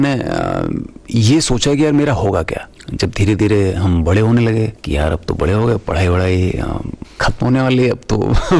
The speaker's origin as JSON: {"language": "Hindi", "region": "Delhi", "country": "India", "tie": "born or raised there", "said": "मैं दिल्ली में पैदा हुआ, पला बड़ा वहीं पे"}